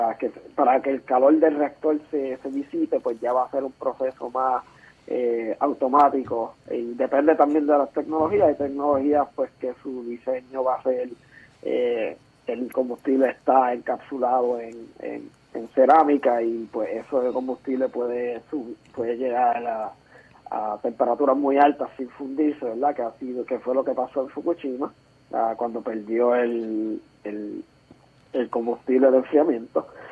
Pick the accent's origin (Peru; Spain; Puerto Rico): Puerto Rico; moved away as an adult; now in United States; Yo cuando salí de Puerto Rico a trabajar en los Estados Unidos en la industria